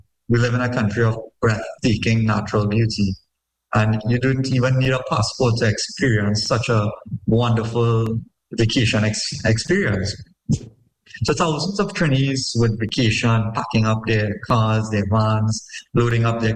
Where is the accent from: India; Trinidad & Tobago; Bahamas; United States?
Trinidad & Tobago; I really focused on looking at things that affect us as a Trinidadian population.